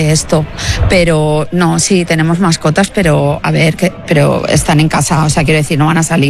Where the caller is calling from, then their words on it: Alicante, Valencian Community, Spain; soy de Alicante